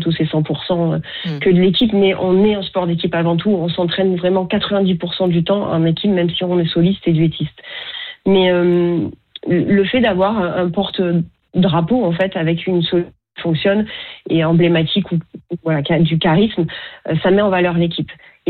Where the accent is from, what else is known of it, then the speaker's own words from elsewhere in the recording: France; Je dis officiel parce qu'en fait, chez nous, en France, on a toujours eu des garçons